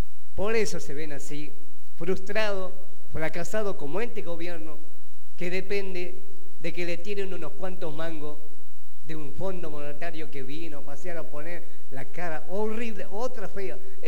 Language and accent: Spanish; Argentina; Como argentino yo lo tengo que decir